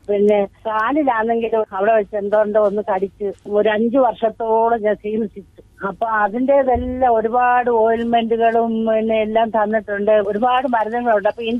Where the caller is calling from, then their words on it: Pathanamthitta, Kerala, India; Pathanamthitta.